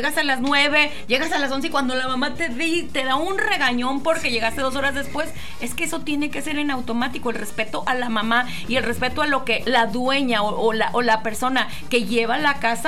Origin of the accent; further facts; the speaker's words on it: Mexico; Entonces, yo, como buena mexicana, me tomo mi chela